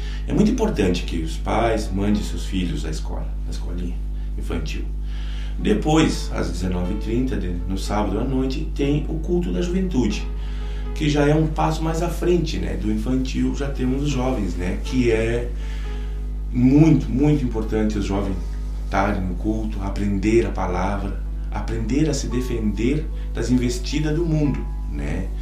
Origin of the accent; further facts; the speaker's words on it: Aceguá, Rio Grande do Sul, Brazil; porque somos de Ceguá, é uma cidade fronteiriça, né?